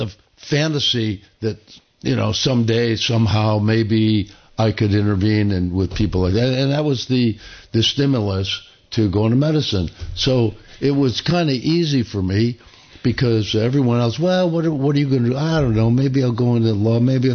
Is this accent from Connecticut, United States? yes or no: yes; Middletown, Connecticut, United States; I was brought up in Connecticut, Middletown, Connecticut, and my dad was from Holland, family of nine